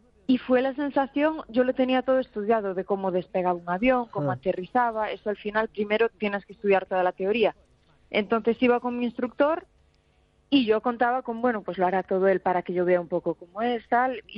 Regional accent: Cambados, Galicia, Spain

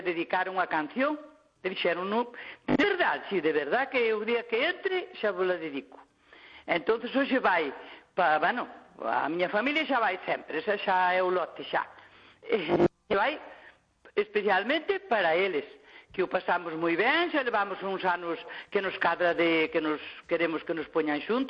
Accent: Cacheiras, Galicia, Spain; now in Santiago de Compostela, Spain; Eu pois un fillo de Teio, pero son de Cacheiras.

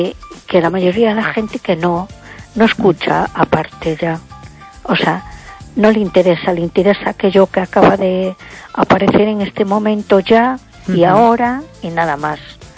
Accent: A Coruña, Galicia, Spain

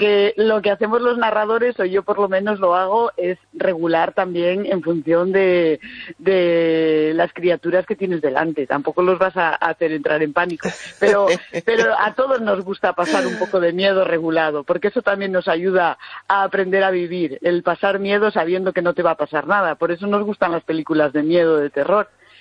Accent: San Vitero, Castile and León, Spain; born there; en mi pueblo, en San Vitero, donde vivo

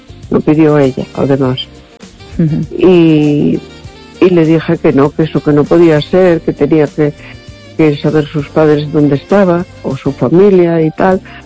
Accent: A Coruña, Galicia, Spain; Hola, buenas noches. … de La Coruña.

